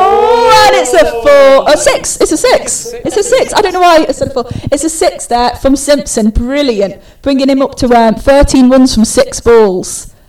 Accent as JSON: {"language": "English", "town": "Liverpool", "region": "North West England", "country": "United Kingdom", "tie": "born or raised there", "said": "growing up in the Liverpool leagues"}